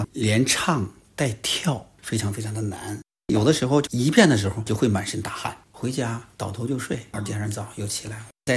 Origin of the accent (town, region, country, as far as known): Jilin, China